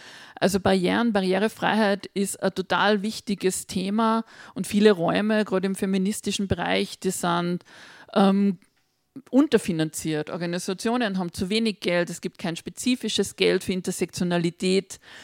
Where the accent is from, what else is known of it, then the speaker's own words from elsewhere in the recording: Salzburg, Austria; Angeschaselt werden, gibt es auch im Pinzgerischen, wo ich herkomme. Ist eine, gute Worte haben wir im Dialekt.